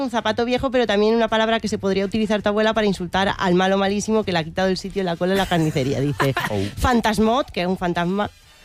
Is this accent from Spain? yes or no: yes; Region of Murcia, Spain; Porque soy de Murcia.